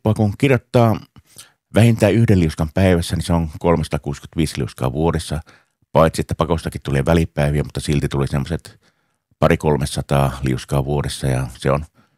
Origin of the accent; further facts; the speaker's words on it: Oulu, North Ostrobothnia, Finland; also born or lived in Sweden; mä oon kasvanut täällä ja asunut nuoresta pitäen täällä